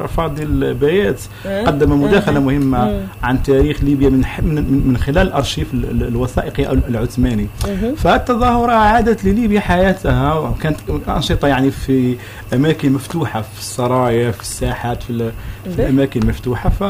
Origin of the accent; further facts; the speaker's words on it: Morocco; كنت أنا مثلا من المغرب